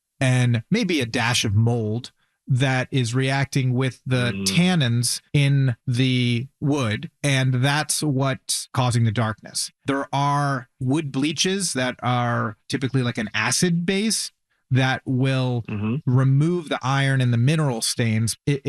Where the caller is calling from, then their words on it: Hardwick, Massachusetts, United States; I'm calling from Hardwick, Massachusetts.